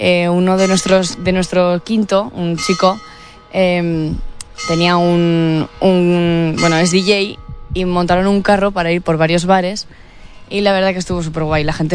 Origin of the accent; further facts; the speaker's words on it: Estella, Navarre, Spain; nosotros somos varias cuadrillas de Estella que ya están muy formadas de hace ya muchos años, desde la adolescencia o desde antes incluso